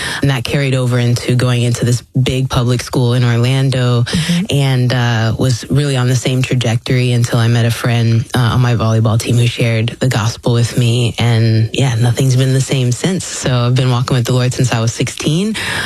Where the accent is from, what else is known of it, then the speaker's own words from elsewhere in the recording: Philippines; also born or lived in Puerto Rico / Jamaica; from everywhere. I'm from the Philippines. I was born there, Puerto Rico and Jamaica.